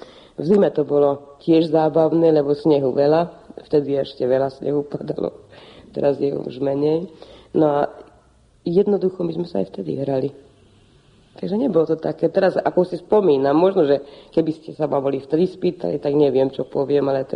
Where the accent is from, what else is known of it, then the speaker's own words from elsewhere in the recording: Kečuproň, Hungary; Áno, tak ja pochádzam z Kečuproňu a moji obidva rodičia sú Slováci